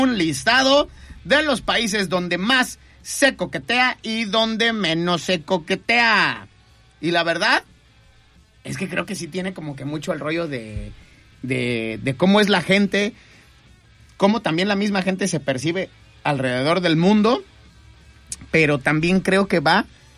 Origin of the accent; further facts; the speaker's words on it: Mexico; now in Manzanillo, Mexico; ¿Por qué vivo en Manzanillo? Tanto me hiciste mexicano.